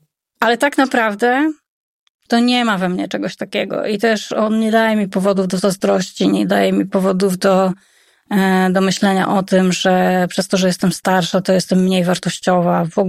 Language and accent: Polish; Radom, Masovian Voivodeship, Poland; also born or lived in Warsaw; now in Gdańsk, Poland; Coraz dalej na północ się przesuwam od Radomia.